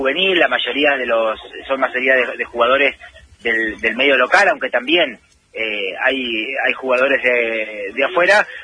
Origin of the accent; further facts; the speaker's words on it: Entre Ríos, Argentina; now in Rosario, Argentina; no soy de Rosario, yo no soy nacido en Rosario, soy entrerriano